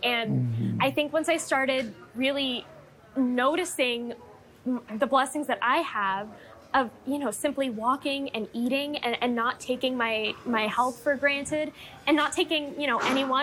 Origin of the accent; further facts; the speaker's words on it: San Antonio, Texas, United States; I'm originally actually from San Antonio, Texas.